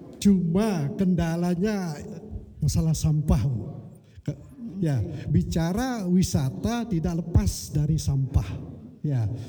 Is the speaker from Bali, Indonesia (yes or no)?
yes; Tajun, Bali, Indonesia; desa kami yaitu Desa Tajun